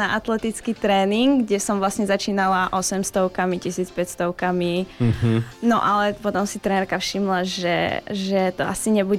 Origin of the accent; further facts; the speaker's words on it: Hronec, Banská Bystrica Region, Slovakia; tým, že sme z Hronca vlastne Kuštík je Osrblie.